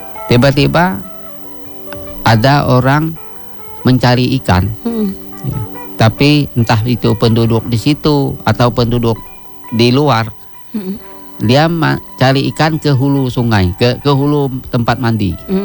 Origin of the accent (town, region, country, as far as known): West Kalimantan, Indonesia